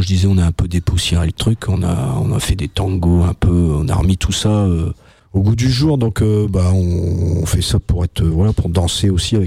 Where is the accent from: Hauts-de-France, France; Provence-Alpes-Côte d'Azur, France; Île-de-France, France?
Hauts-de-France, France; Vignacourt; je viens de la vallée de la Nièvre, et puis j'ai fait toute mon enfance à Vignacourt